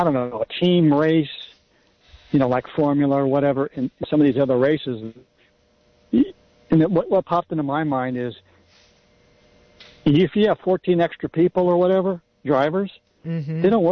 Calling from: Santa Cruz, California, United States; from Santa Cruz.

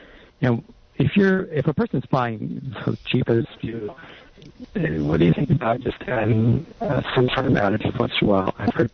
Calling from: Santa Cruz, California, United States; from Santa Cruz.

